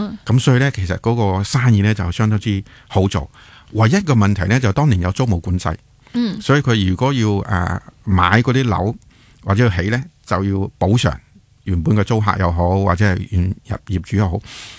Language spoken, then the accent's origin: Cantonese; Hong Kong